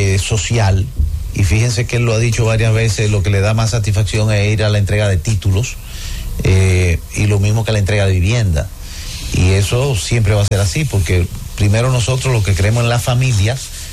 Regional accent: Moca, Espaillat, Dominican Republic; Yo a mucho orgullo digo que yo soy de Moca, y camino mucho el país

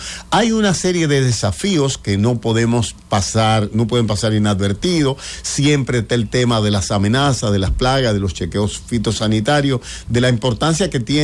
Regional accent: Dominican Republic

